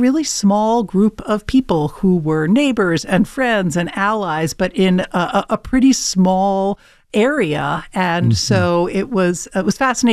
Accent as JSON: {"language": "English", "town": "Philadelphia", "region": "Pennsylvania", "country": "United States", "tie": "born or raised there", "said": "but that also happens to be my hometown. And so it was also a good way to introduce myself as a traveler and as someone who's coming back to some places that I had been before"}